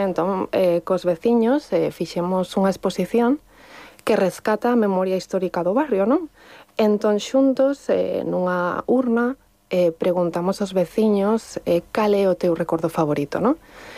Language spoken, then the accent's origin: Galician; Sanxenxo, Galicia, Spain; now in Barcelona, Spain; Ven porque eu son de San Xenxo, que, como sabedes, é un pobo bastante turístico, e nací na Rúa Progreso. Entón, cando eu chego a Barcelona, múdome alí